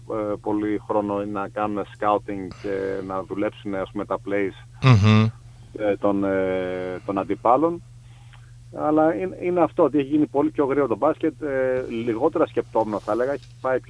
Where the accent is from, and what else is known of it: Greece